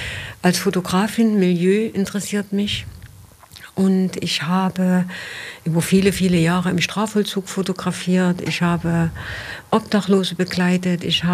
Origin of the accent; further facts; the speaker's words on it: Leipzig, Saxony, Germany; born there; moved away as an adult; also born or lived in Bielefeld; bin 1957 geboren in Leipzig